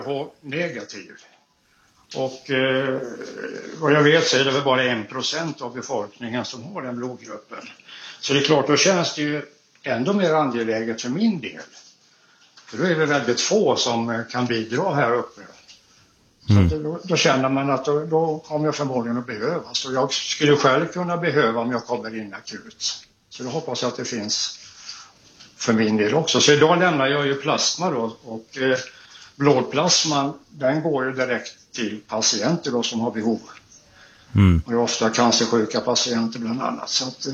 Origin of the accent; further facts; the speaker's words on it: Gothenburg, Västra Götaland County, Sweden; Som göteborgare så heter det då surströmming.